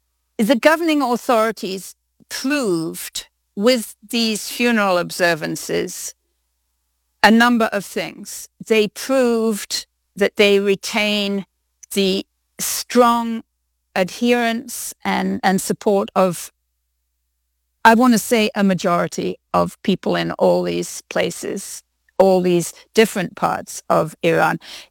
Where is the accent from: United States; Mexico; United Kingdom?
United Kingdom; England; You know, it's very familiar to me because I grew up in England in the 1950s.